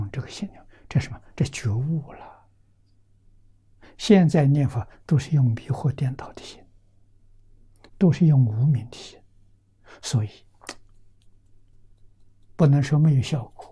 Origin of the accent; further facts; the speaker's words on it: China; 我们中国人